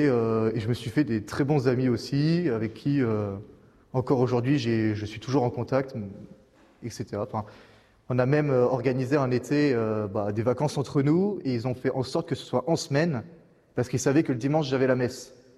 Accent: Nouvelle-Aquitaine, France

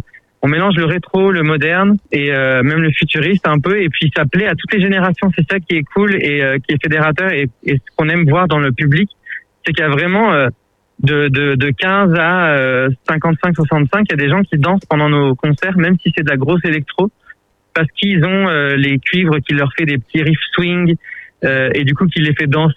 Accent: Grenoble, Auvergne-Rhône-Alpes, France; nous, on vient de Grenoble

